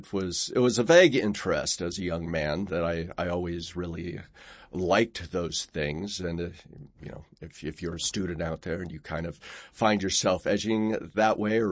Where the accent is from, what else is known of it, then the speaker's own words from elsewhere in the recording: El Cajon, California, United States; I grew up in Southern California, so in a place called El Cajon, which is outside of just east of San Diego.